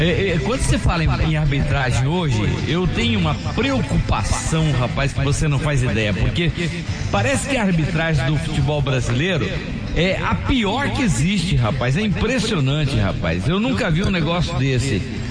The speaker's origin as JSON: {"language": "Portuguese", "town": "Votuporanga", "region": "São Paulo", "country": "Brazil", "tie": "born there", "also_born_or_lived": "São José do Rio Preto", "lives_now": "Salvador, Brazil", "said": "Eu nasci em Votuporanga, passei por São José do Rio Preto, capital de São Paulo, São Paulo, morando na Zona Leste, Tatuapé, depois vim para Salvador."}